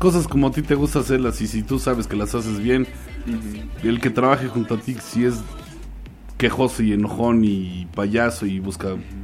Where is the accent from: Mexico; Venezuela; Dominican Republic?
Mexico; Puebla; Soy poblano